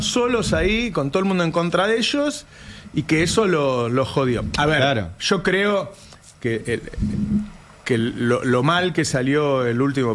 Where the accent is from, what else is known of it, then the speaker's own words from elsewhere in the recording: Madrid, Community of Madrid, Spain; Yo soy de Madrid.